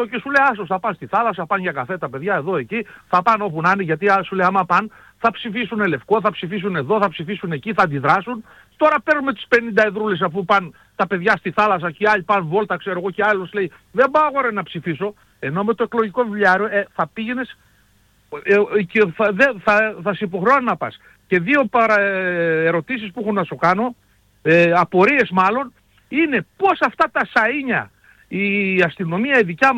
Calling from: Alexandreia, Central Macedonia, Greece; Εγώ από την Αλεξάνδρεια, μάλλον είμαι εδώ από το Γιδά.

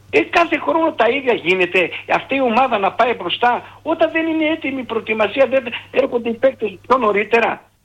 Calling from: Kozani, Western Macedonia, Greece; Από Κοζάνη περνώ.

